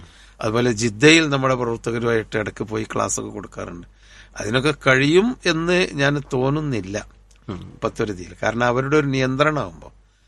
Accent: Kerala, India; ഞങ്ങൾ രണ്ടുപേരുമാണ് കേരളത്തിൽ നിന്നായിട്ട് അറിയപ്പെട്ടത്.

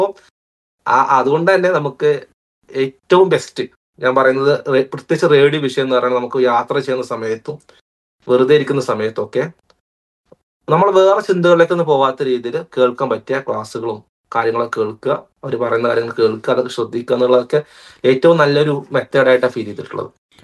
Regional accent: Kerala, India; born there; moved away; നമ്മളെ നാട്ടില് ഞാൻ ചെറുപ്പത്തില് ഭിക്ഷക്കാരെ കണ്ടിട്ടുണ്ട്, സത്യം പറയാം, ഭിക്ഷക്കാരെ ചെറുപ്പത്തിൽ കണ്ടിട്ടുണ്ട്, മലയാളികളെ.

